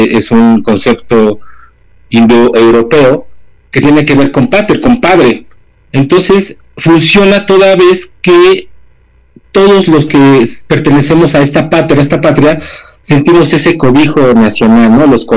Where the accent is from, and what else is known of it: Mexico